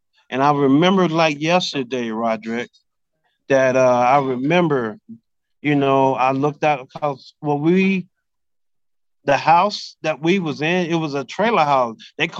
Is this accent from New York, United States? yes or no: no; Jonestown, Mississippi, United States